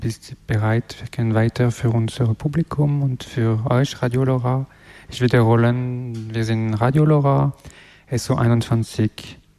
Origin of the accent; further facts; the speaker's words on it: France; accent: French; German is a second language; Ich hoffe, dass ich mache keinen falsch mit meinem französischen Akzent.